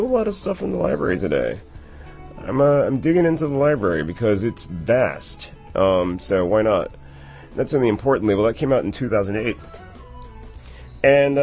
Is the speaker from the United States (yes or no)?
yes; Pennsylvania, United States; I can say this because I grew up outside of Philadelphia. So I've been there.